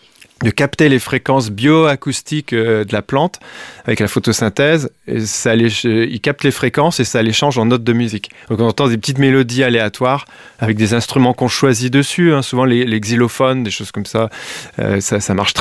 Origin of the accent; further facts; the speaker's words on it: Douai, Hauts-de-France, France; je suis de Douai, et puis je suis vraiment pas loin